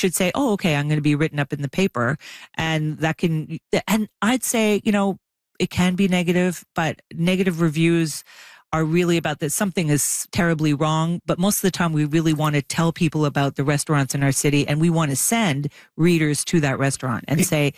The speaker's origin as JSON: {"language": "English", "town": "Montreal", "region": "Quebec", "country": "Canada", "tie": "born or raised there"}